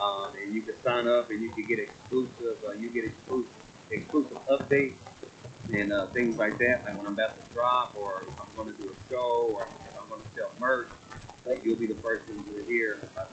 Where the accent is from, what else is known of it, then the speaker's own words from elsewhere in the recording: Kilgore, Texas, United States; So I live in Kilgore. I'm from Kilgore.